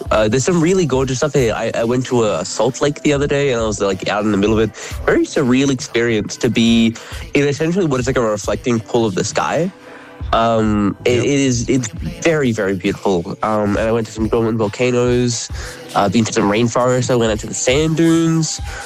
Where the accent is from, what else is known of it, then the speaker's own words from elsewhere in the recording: Brisbane, Queensland, Australia; born there; moved away as an adult; I was born in the Redcliffe Hospital